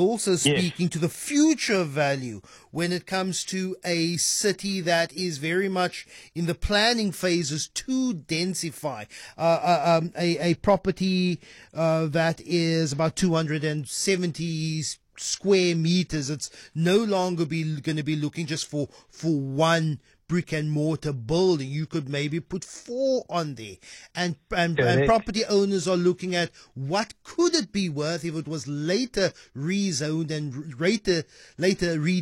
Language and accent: English; Cape Town, Western Cape, South Africa; I'm from Grassy Park